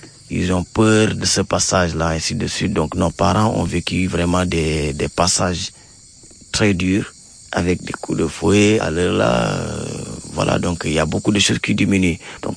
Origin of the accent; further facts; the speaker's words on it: Kédougou, Senegal; moi, je suis un enfant de père et mère Bassari. Je suis né à Kédougou, grandi à Kédougou.